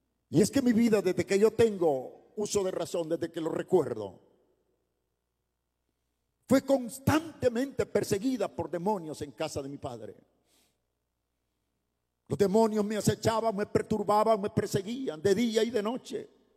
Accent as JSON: {"language": "Spanish", "town": "Ciudad Barrios", "region": "San Miguel", "country": "El Salvador", "tie": "born there", "said": "Nací en Ciudad Barrios, en la zona oriental de El Salvador."}